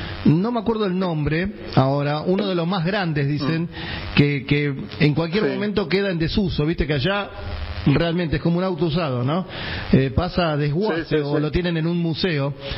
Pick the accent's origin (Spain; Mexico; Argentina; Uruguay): Argentina